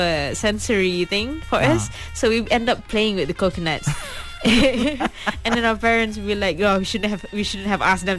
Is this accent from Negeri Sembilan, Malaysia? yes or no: yes; Negeri Sembilan, Malaysia; In Negeri Sembilan, every raya, we would get together and like, because we're too little to be actually helping out in the kitchen.